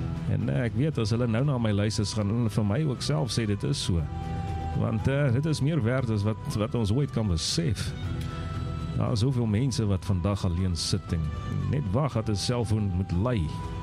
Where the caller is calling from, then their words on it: Jeffreys Bay, Eastern Cape, South Africa; van Jeffrey's Bay.